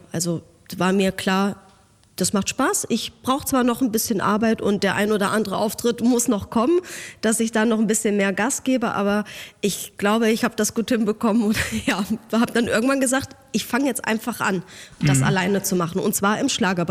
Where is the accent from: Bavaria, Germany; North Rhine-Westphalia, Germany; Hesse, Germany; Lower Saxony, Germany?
Hesse, Germany; accent: Hessian dialect; ich bin aus Hessen, ich habe schon echt einen Dialekt